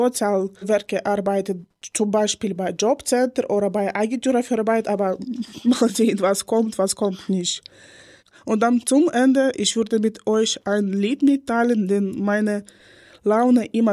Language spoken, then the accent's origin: German; Ukraine; German is a second language; moved away as an adult; now in Germany; Ich komme aus der Ukraine und werde gleich 26 sein. Ich bin in Deutschland fast 4 Jahre